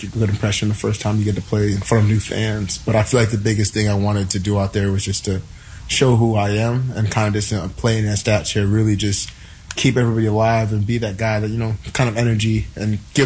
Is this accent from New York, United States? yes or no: no; Minnesota, United States; obviously, being from Minnesota, my hometown, you know, I wanted to go back and give them a chance to see that it is possible. A kid from Minnesota made his dreams come true and made it to the NFL.